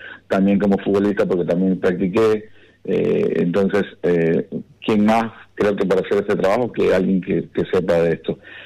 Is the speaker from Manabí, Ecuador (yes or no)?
yes; Puerto Cayo, Manabí, Ecuador; born there; now in Guayaquil, Ecuador; no soy de Puerto Viejo, no soy de Puerto Viejo, soy de Puerto Cayo, parroquia, allá soy, Puerto Cayense más. Que me radiqué en Guayaquil, que estudié en Guayaquil